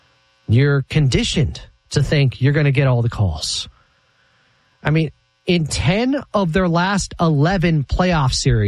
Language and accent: English; Sacramento, California, United States; Number one, as I mentioned, I'm from Sacktown.